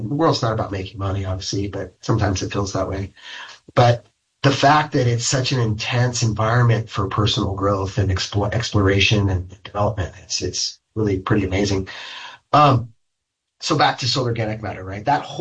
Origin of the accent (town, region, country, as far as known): Chico, California, United States; born or raised there; also born or lived in Seattle